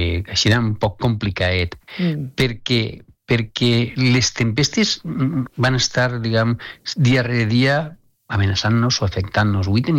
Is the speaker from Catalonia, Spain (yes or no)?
no; Alcoy, Valencian Community, Spain; jo parlant amb els familiars que tinc, jo soc d'Alcoi, parlant amb els amics, familiars d'Alcoi